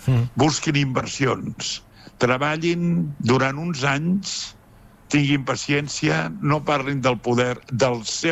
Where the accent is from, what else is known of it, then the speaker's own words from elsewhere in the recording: Sant Joan de les Abadeses, Catalonia, Spain; el meu poble, que és Sant Joan de les Abadeses